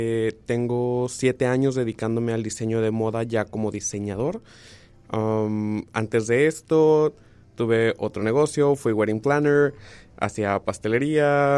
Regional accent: Tijuana, Baja California, Mexico; also born or lived in Hermosillo; Porque mis papás son de Hermosillo y es como... Me gusta honrar ese lado también de mis papás. Fueron, mi hermano mayor es de aquí de Tijuana, fueron a Hermosillo, me tuvieron y se regresaron prácticamente.

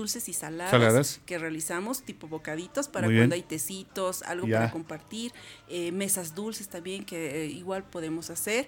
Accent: Bolivia; tenemos que recordar a Bolivia con mucho orgullo y decir que somos bolivianos.

